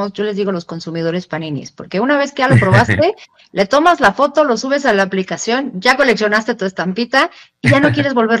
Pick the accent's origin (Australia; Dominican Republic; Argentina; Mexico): Mexico